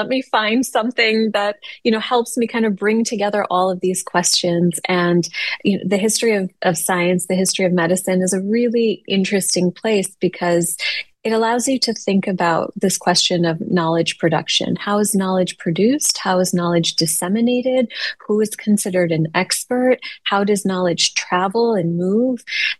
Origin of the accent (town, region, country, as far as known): Chicago, Illinois, United States; born or raised there